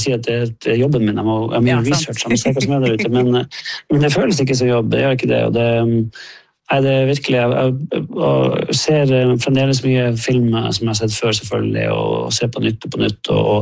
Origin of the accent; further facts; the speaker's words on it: Finnmark, Norway; moved away; jeg veldig glad i å dra hjem, og vi har hus i Langfjorden